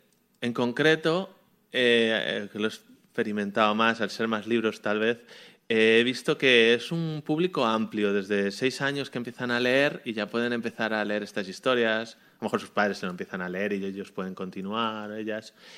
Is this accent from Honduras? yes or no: no; Madrid, Community of Madrid, Spain; moved away as an adult; also born or lived in Jerez; now in Germany